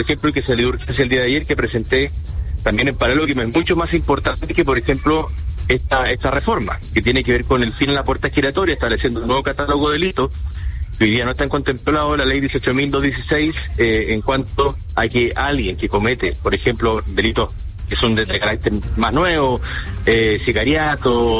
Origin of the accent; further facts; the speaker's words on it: Magallanes and Chilean Antarctica, Chile; uno como chileno, pero además como magallánico